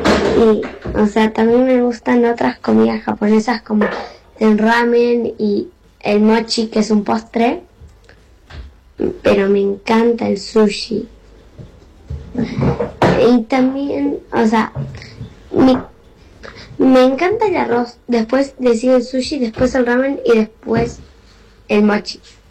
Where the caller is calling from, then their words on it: Buenos Aires, Argentina; soy de acá de Buenos Aires